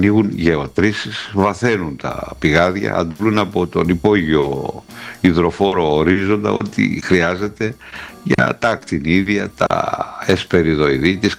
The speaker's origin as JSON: {"language": "Greek", "town": "Arta", "region": "Epirus", "country": "Greece", "tie": "born or raised there", "said": "η πατρίδα μου, η μικρή μου πατρίδα, η Άρτα."}